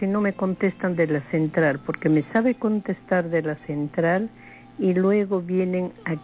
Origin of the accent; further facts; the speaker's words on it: Lampa, Puno, Peru; born there; now in Lima, Peru; Yo he nacido en Lampa ciudad.